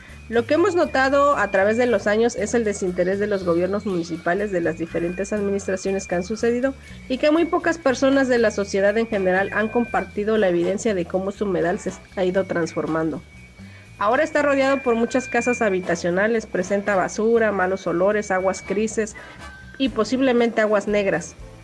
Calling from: Puerto Escondido, Oaxaca, Mexico; vivo en Puerto Escondido, Oaxaca.

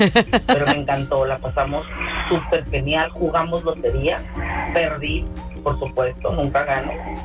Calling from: Mexico; yo soy mexicana

